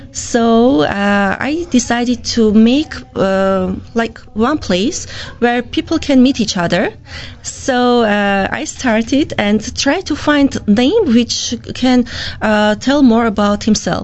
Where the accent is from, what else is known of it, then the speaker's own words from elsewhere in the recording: Armenia; moved away as an adult; now in Canada; I'm from Armenia and I'm in Canada about a year. So yeah, we moved with my family, with my husband and son.